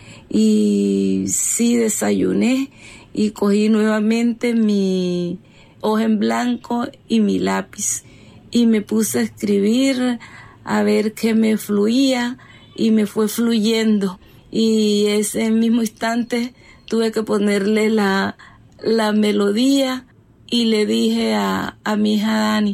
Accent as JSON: {"language": "Spanish", "town": "San Martín de Loba", "region": "Bolívar", "country": "Colombia", "tie": "born there", "said": "cantautora de los ritmos de tambora. Nací en San Martín de Loba, sur del departamento de Bolívar."}